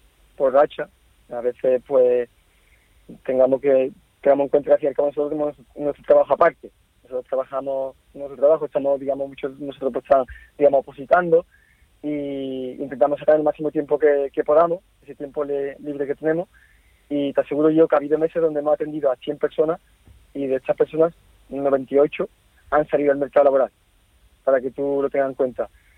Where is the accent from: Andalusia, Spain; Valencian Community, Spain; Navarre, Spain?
Andalusia, Spain; Cádiz; yo soy de Cádiz, yo me he criado en Cádiz, llevo toda la vida en Cádiz, he crecido allí, he mamado Cádiz